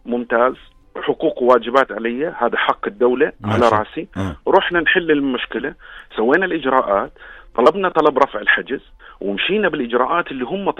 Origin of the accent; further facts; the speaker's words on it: Jordan; moved away; انا مستثمر، انا جاي من برا البلد، صحيح انا مواطن اردني بس انا ما بعرف كل شيء، انا مش عايش في البلد.